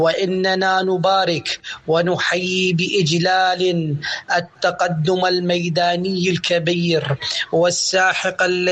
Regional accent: Iraq; ونحن من العراق

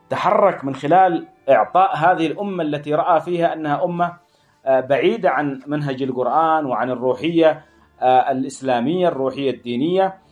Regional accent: Yemen; دمائنا نحن كيمنيين

